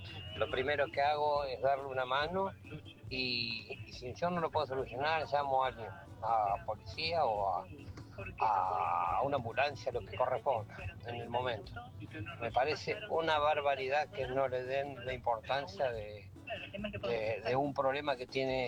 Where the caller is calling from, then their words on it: Buenos Aires, Argentina; 225 el documento. Soy de Villa Urquiza.